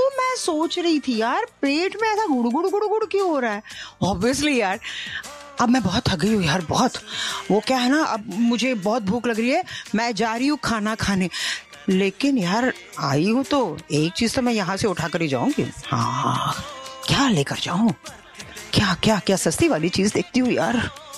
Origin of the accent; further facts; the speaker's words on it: Kerala, India; moved away; मैं केरला से बिलोंग करती हूँ